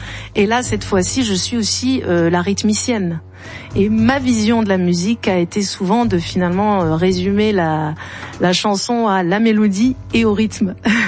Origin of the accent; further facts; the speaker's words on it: Algeria; C'est-à-dire qu'en tant qu'Algérienne, je suis sensible aussi à ces questions.